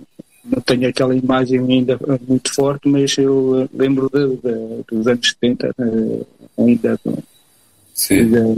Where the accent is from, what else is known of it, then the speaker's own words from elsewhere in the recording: Viseu, Centro, Portugal; also born or lived in Angola; eu nasci em Angola. Eu vim muito cedo de Angola, tinha nem um ano tinha, e por volta dos dois, 3 anos, é que vim morar para Viseu.